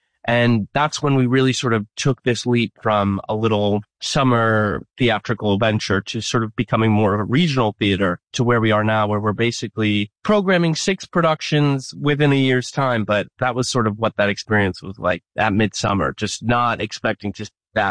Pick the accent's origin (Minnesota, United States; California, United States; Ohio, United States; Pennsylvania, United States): Pennsylvania, United States; Scranton; moved away as an adult; now in Brooklyn, New York, United States; I'm still in Brooklyn, New York. I split my time between Brooklyn, New York, and my hometown of Scranton, Pennsylvania.